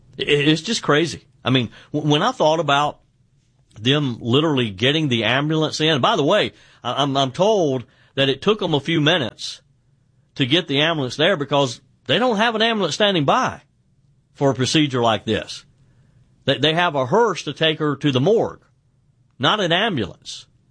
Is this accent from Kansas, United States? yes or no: no; South Carolina, United States; the cost to house an inmate in my home state of South Carolina is about $62 a day